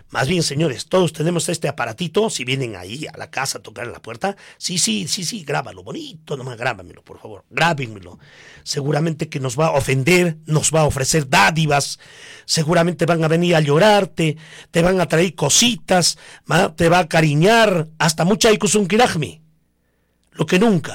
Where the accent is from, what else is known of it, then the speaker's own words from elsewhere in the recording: Coracora, Ayacucho, Peru; Si verdaderamente yo quiero a mi pueblo, hago mi campaña política transparente. Y digo, señores, mi planteamiento es esto para mi pueblo de Coracora